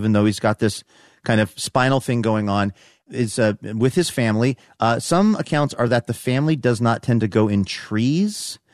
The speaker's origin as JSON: {"language": "English", "town": "Seattle", "region": "Washington", "country": "United States", "tie": "born or raised there", "said": "I was raised in Seattle, so I feel a particular sense of pride about this raccoon named Jimothy"}